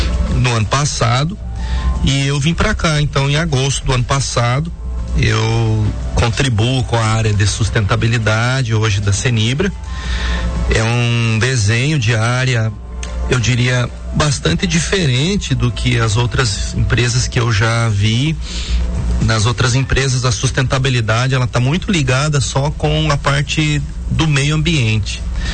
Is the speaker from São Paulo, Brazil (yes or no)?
no; Três Barras, Santa Catarina, Brazil; A Lambert era uma grande serraria americana que se instalou lá em Três Barras, que é a minha terra natal.